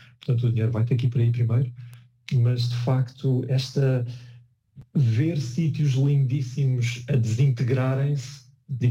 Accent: Lisbon, Portugal; moved away; Eu sou de Lisboa, especificamente da margem sul de Lisboa, e vou à praia quando cada vez que volto a Portugal

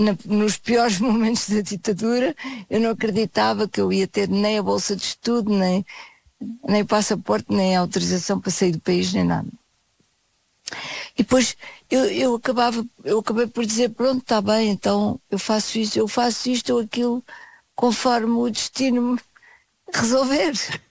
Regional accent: Portugal; also born or lived in Germany / Brazil / Switzerland; sempre me senti em casa em Portugal. Posso ficar irritada com... mas sou portuguesa, não tenho pretensão de ser diferente.

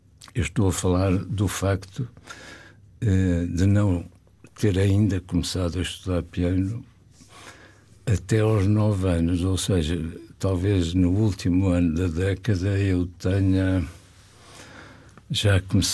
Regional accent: Vila Nova de Gaia, Norte, Portugal; Eu nasci na Rua da Barroca, 156, veja lá, ainda me lembro do número da casa.

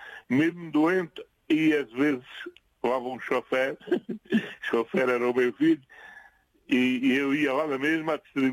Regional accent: Mata, Centro, Portugal; born there; Eu nasci na Mata. É uma aldeia perto aqui de Castelo Branco. 17 quilómetros de Castelo Branco.

